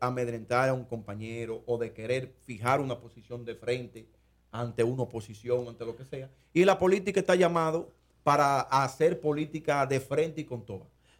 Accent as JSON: {"language": "Spanish", "country": "Dominican Republic"}